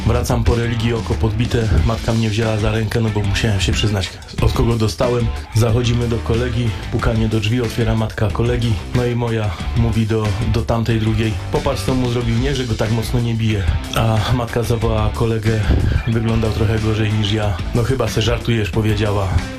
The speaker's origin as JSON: {"language": "Polish", "town": "Kraków", "region": "Lesser Poland", "country": "Poland", "tie": "born or raised there", "said": "z Krakowa."}